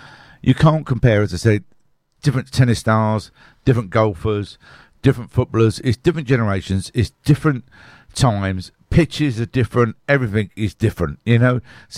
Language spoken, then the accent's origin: English; Upminster, London, United Kingdom; Yeah, it's … because I grew up in Upminster.